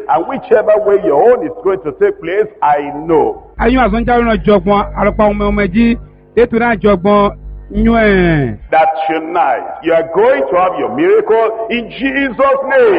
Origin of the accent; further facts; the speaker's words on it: Lagos, Nigeria; moved away; And then I moved from Lagos and I got to France.